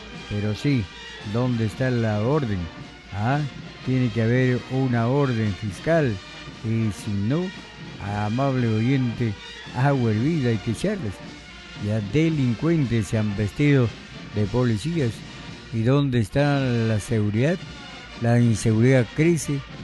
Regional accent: Peru; Bienvenido a nuestra selva peruana, bienvenido a la región San Martín.

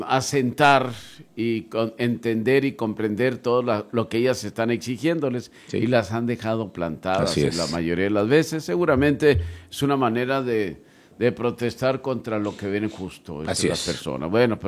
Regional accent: Mexico; todos somos mexicanos

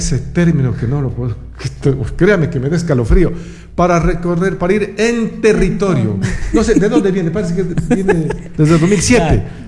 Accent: Loja, Ecuador; venimos de Loja y Loja es Loja.

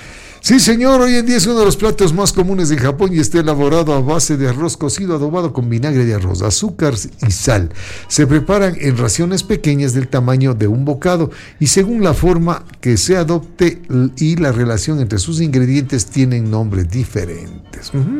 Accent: Carchi, Ecuador; soy del Carchi, tierra linda, ¿se acuerda?

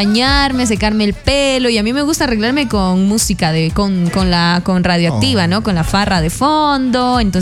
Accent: Coast, Ecuador; Yo soy costeña, pero soy de las que se demora para arreglarse

